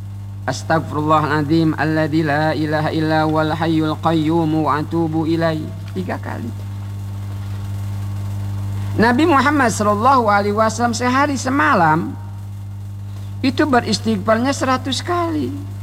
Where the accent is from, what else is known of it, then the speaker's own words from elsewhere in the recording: Bangka Belitung Islands, Indonesia; Kata kita orang Bangka, mane kenek, bukanku.